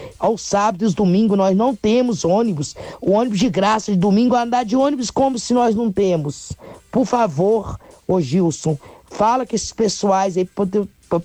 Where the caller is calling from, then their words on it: Muriaé, Minas Gerais, Brazil; do bairro Aeroporto.